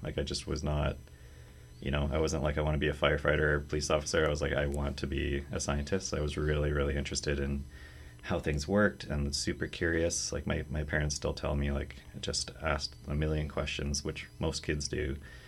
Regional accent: Thunder Bay, Ontario, Canada; moved away as an adult; also born or lived in Ottawa / Calgary; now in Hamilton, Canada; I'm originally from Thunder Bay, so Northern Ontario, not a large city, but like a decent size, the biggest one in that region. And I decided to go to Ottawa for a bachelor's in biochemistry.

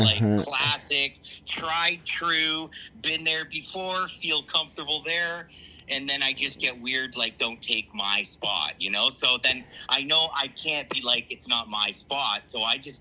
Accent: Hamilton, Ontario, Canada; I'm an artist from Hamilton, Ontario.

